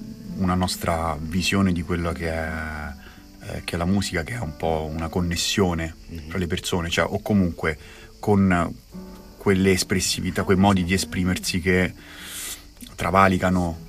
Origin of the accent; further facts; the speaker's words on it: Rome, Lazio, Italy; Io sono di Roma, quindi i primi due colori che mi vengono in mente è giallo e rosso.